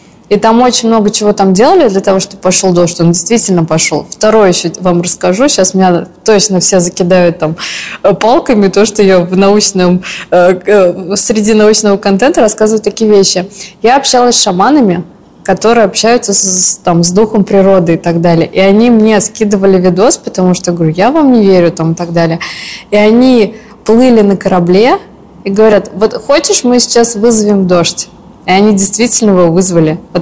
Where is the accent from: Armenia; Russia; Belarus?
Russia; Chuvashia; moved away; Точно помню в детстве, как мы в Чувашии, была засуха.